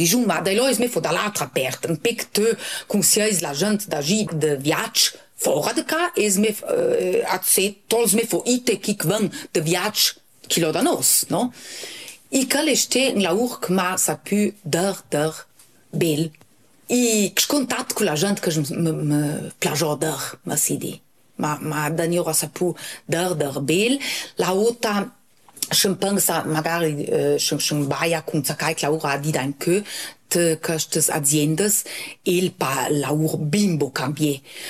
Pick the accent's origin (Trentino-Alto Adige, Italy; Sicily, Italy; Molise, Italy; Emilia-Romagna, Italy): Trentino-Alto Adige, Italy; Selva di Val Gardena; Io sono cresciuta su di Gardena, di Selva, di Avisa ula, sono cresciuta su sul Luc da Linaccia, che è sulla Selva diversa di Plan de Gralba